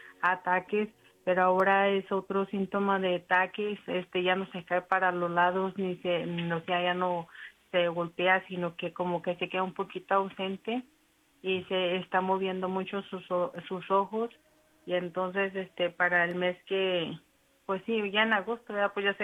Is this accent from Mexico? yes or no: yes; Miguel Auza, Zacatecas, Mexico; porque yo soy de Miguel Auza, Zacatecas, Pedrito, y ahorita se está inundando